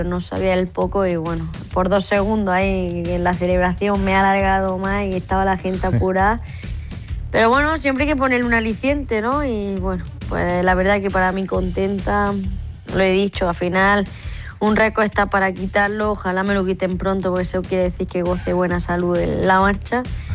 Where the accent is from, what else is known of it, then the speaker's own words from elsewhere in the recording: Granada, Andalusia, Spain; para mí como granadina estar a una hora de casa